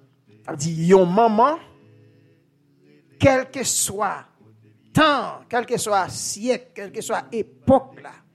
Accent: Jérémie, Grand'Anse, Haiti; C'est vrai, je viens de Jérémie, la cité des poètes, je sais pas mal faire.

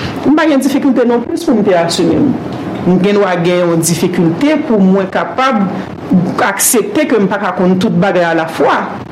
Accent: Haiti; moved away as an adult; also born or lived in Japan / Senegal; Je connais que je suis une femme, et je suis un haïtien, et je suis fier de ce que je suis haïtien.

